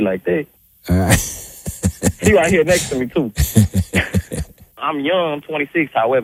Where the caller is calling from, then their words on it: Montgomery, Alabama, United States; I'm calling from Montgomery, Alabama right now.